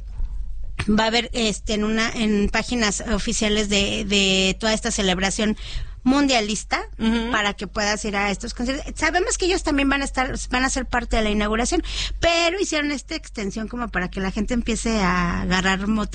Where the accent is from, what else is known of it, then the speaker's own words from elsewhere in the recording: Mexico City, Mexico; yo soy oriunda de Coajimalpa.